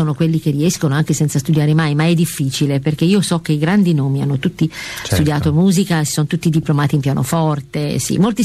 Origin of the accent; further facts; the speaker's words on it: Umbria, Italy; io siccome sono umbra, ero in Assisi